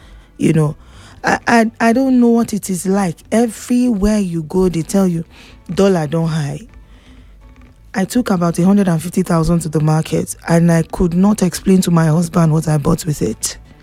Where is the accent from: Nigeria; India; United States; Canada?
Nigeria; Nigeria, now our country